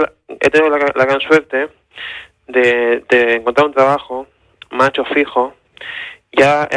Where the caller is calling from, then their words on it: Terrassa, Catalonia, Spain; yo vivo en Tarrasa, ¿no? Pero yo trabajo más en la capital.